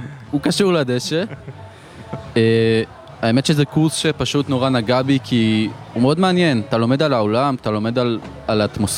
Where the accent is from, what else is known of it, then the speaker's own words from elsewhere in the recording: Yokneam Moshava, Northern District, Israel; אני במקור מיוקנעם המושבה, המושבה זה נורא חשוב.